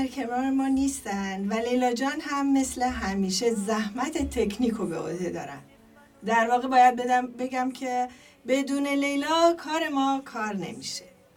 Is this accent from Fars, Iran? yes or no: yes; Shiraz, Fars, Iran; ما هر دوتامون شیرازی هستیم